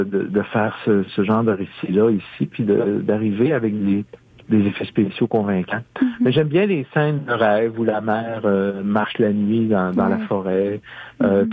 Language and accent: French; Quebec, Canada